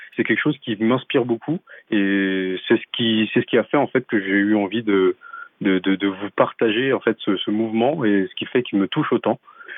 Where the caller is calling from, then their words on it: Paris, Île-de-France, France; j'habite à Paris.